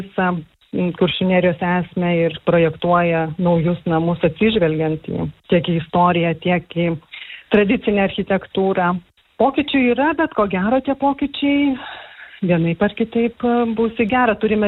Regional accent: Klaipėda, Klaipėda County, Lithuania; now in Nida, Lithuania; Aš pati esu klaipėdietė

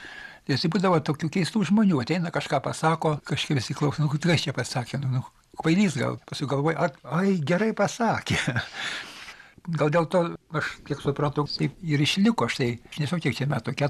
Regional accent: Samogitia, Lithuania; Kadangi aš esu žemaitis, vėl toks pasakymas, žemaitis kukutis raudonas nukutis.

